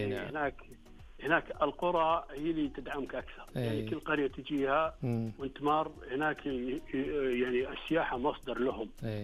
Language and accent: Arabic; Riyadh, Riyadh Province, Saudi Arabia; انا طالع من اجمل مدينة في المنطقة كلها، انا طالع من الرياض يا اخي.